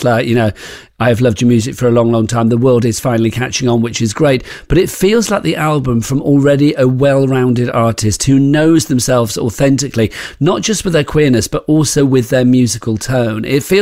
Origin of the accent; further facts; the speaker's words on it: Brighton, South East England, United Kingdom; Fabulous. It's my hometown. I will try and make it happen.